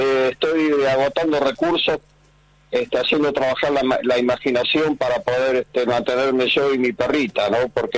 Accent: Mar del Plata, Buenos Aires Province, Argentina; Pues nací y me crié en Mar del Plata, soy nativo de la Argentina.

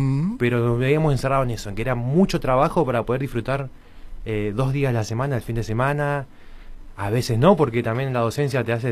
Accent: Neuquén, Argentina; born there; yo soy nacido en Neuquén.

